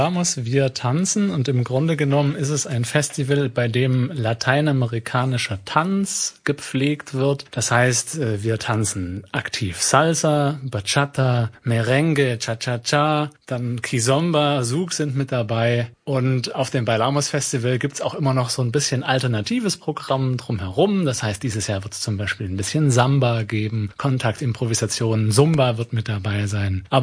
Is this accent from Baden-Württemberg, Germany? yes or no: yes; Baden-Württemberg, Germany; born there; also born or lived in Cottbus; now in Chemnitz, Germany; Ich komme gar nicht ursprünglich aus Chemnitz, sondern ich bin gebürtiger Baden-Württemberger.